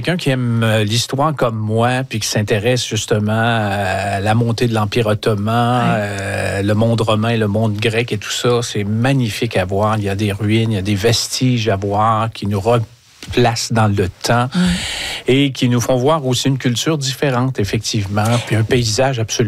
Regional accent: Quebec City, Quebec, Canada; moved away; Moi, je viens de la ville de Québec. À l'époque, ça s'appelait, avant les fusions, ça s'appelait Villeneuve. Alors, très peu de gens connaissent ce petit endroit-là, Villeneuve, toute petite communauté.

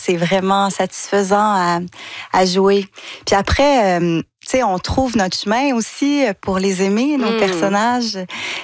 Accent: Danville, Quebec, Canada; À Danville, puis c'est très beau parce que dans les premières scènes où on a tourné à Danville

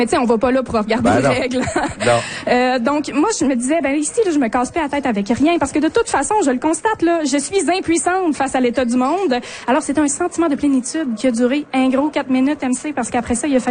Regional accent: Quebec, Canada; Moi, je viens de là. Je viens pas des Bergeronnes, mais je viens de la Haute-Côte-Nord.

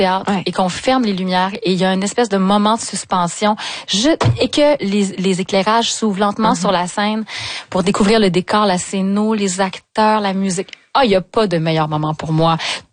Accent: Carleton-sur-Mer, Quebec, Canada; born there

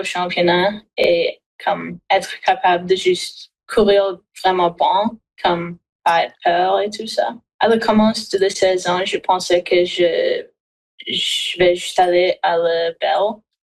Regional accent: New Brunswick, Canada; Je pense aussi que ça aide quand on vient du Nouveau-Brunswick

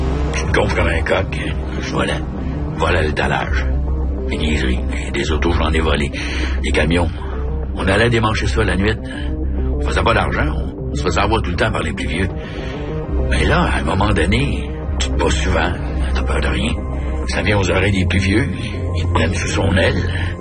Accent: Quebec City, Quebec, Canada; Je suis pas venu au monde croche, cabernet. J'ai été élevé à Saint-Roch, jusqu'à Limoilou, il y avait rien.

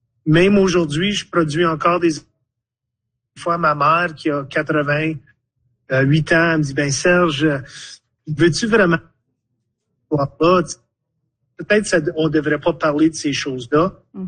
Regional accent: Ontario, Canada; Donc, en grandissant dans le Nord, mon père était camionneur. On passait souvent par le monument de Resource Siding qui est tout près là, entre Hearst.

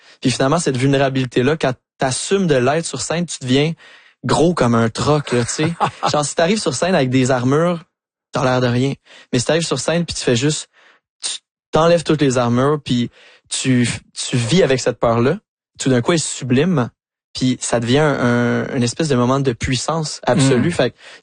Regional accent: Saint-Hyacinthe, Quebec, Canada; moi je viens de Saint-Hyacinthe qui est une ville agricole

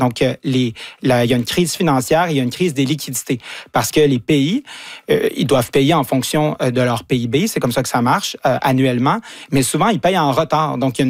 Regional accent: Canada; ici qui a une chance un jour de devenir secrétaire général des Nations Unies, entre autres parce qu'on est Canadien.

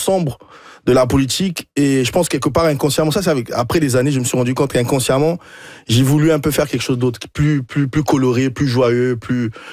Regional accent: DR Congo; also born or lived in United States; Ça fait partie prenante de, ah ouais, de la vie chez nous au Congo.

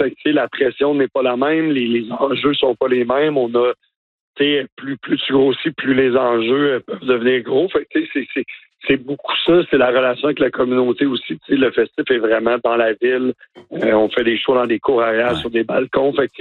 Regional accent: Baie-Saint-Paul, Quebec, Canada; born or raised there

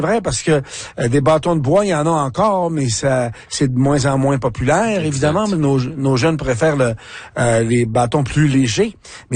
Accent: Canada; quel impact ce sera chez nous au Canada dans les usines de fabrication des bâtons de hockey.

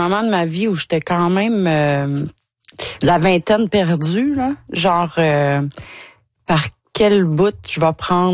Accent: Quebec, Canada; born there; moved away; ado, j'étais en Gaspésie.

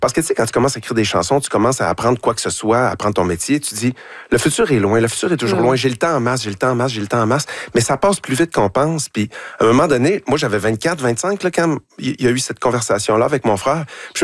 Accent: Saguenay, Quebec, Canada; moved away as an adult; now in Montreal, Canada; moi non plus, je suis à Chicoutimi dans mon sous-sol.

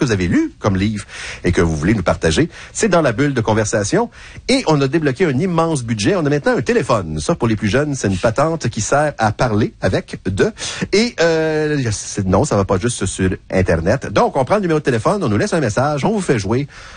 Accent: Sainte-Anne-de-la-Pérade, Quebec, Canada; accent: Sainte-Anne-de-la-Pérade; Et là, attention, vous pardonnerez mon accent de Saint-Anne-de-la-Pérade

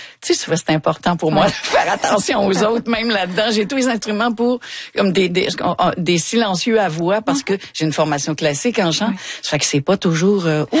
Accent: Longueuil, Quebec, Canada; 2 octobre à Longueuil, chez moi à Longueuil.

